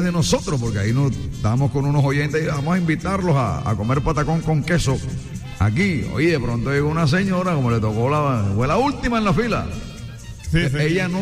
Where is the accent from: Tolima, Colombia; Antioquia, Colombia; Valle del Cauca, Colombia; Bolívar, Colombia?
Bolívar, Colombia; Cartagena; nosotros, que somos aquí de Cartagena